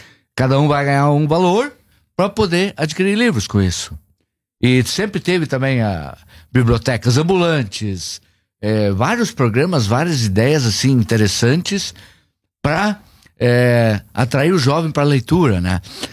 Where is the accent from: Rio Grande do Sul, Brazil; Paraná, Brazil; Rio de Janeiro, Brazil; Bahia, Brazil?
Rio Grande do Sul, Brazil; Morro Reuter; Sim, eu sou do interior do Moro Reuter, Picado, São Paulo.